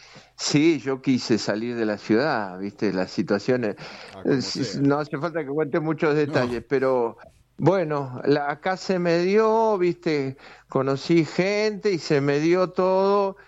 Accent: Buenos Aires, Argentina; moved away as an adult; also born or lived in Misiones; siendo un porteño

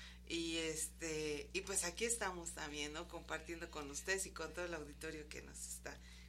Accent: Xicotepec, Puebla, Mexico; now in Cholula, Mexico; de Jicotepec, soy originaria de Jicotepec, pero bueno, pues bien cholulteca ya

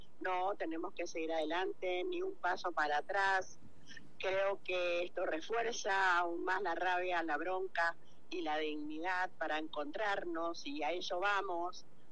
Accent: Argentina

